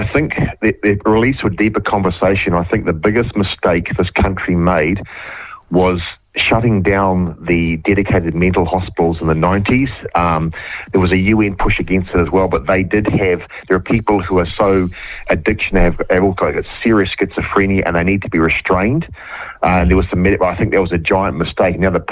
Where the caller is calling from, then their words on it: Auckland, New Zealand; I'm calling from the Milford on the North Shore, and I'll be going out to the CBD shortly. I'm partly working from home today.